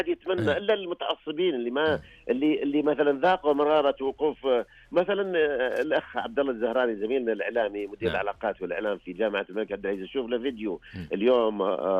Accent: Saudi Arabia

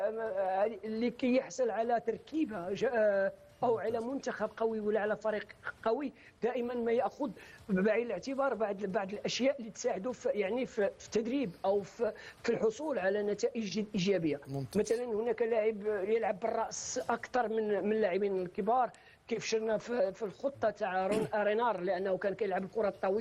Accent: Morocco; أنا كمغربي

